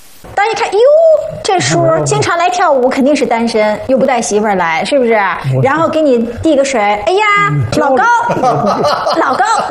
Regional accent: Shandong, China; 我不是您那儿，但咱们都是山东人。

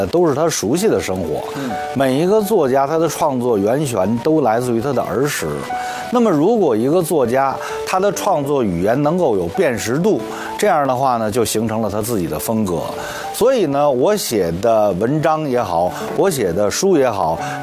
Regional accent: Beijing, China; 因为我是老北京人，我是四合院里长大的孩子

